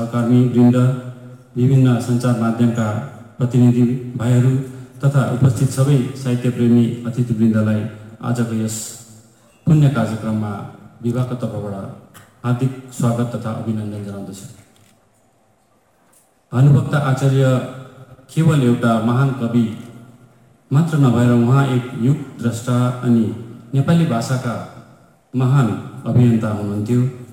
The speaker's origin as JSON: {"language": "Nepali", "country": "India", "first_language": "Nepali", "said": "हामी भारतका गौरवशाली नागरिक हौँ अनि हाम्रो नेपाली भाषा भारतको समृद्ध भाषिक सम्पदाको एउटा अभिन्न अङ्ग हो"}